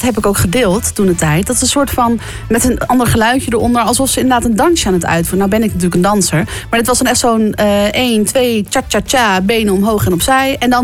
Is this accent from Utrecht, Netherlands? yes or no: yes; Utrecht, Netherlands; ik ben een echte Utrechter.